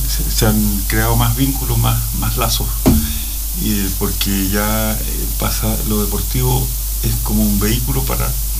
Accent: Talca, Maule, Chile; born there; moved away as an adult; also born or lived in Concepción, Chile / Santiago, Chile; Bueno, si bien nací en Concepción, aprendí a jugar básquetbol en Talca.

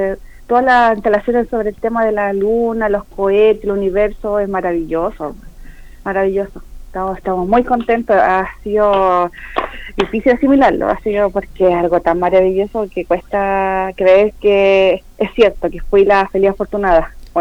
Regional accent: Chimbarongo, O'Higgins, Chile; Yo soy de afuera de Chimbarongo, del sector rural, de Quicharco, es un pueblo muy chiquitito, poco conocido

